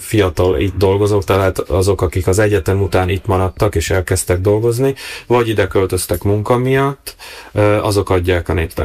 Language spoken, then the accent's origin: Hungarian; Galanta, Trnava Region, Slovakia; moved away as an adult; now in Prague, Czech Republic; Galántán születtem, Galántán nevelkedtem.